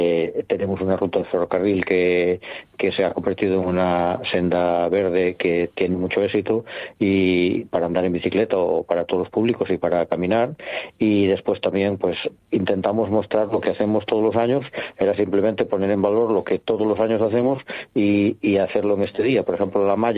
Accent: Asturias, Spain; aquí parece que tenemos que reivindicar un poco más el tema de que somos asturianos, y la verdad es que todos los de la comarca, Castropol, Vegadeu, bueno, toda la comarca Oscoseu, Santirso, nos sentimos asturianos desde siempre.

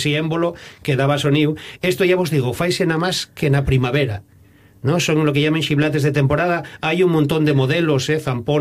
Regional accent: Gijón, Asturias, Spain; sobre todo para los que somos del Natahoyo, de la Calzada, que siempre andamos con navalla en bolso.

